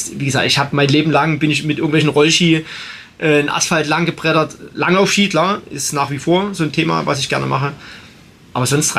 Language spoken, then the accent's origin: German; Belgium; ich bin als Belgier auf Nummer 1 ins Ziel gekommen